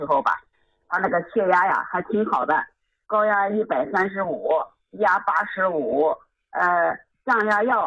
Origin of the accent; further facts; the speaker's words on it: Harbin, Heilongjiang, China; 李老师，我家是哈尔滨的